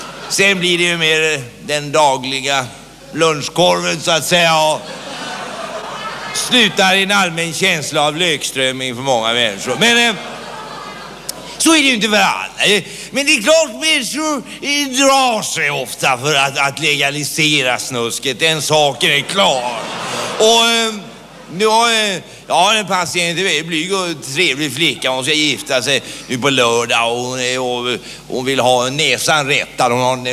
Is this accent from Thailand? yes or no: no; Istanbul, Turkey; jag är utländsk läkare. Ett utav dem från Turkiet, i alla fall. Jag är från Istanbul, om du känner det staden.